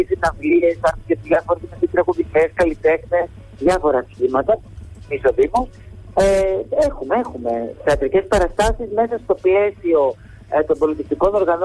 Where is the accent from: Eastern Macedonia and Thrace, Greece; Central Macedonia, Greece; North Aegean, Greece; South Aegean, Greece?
South Aegean, Greece; Santorini; θα μιλήσω λίγο για τον τόπο μου.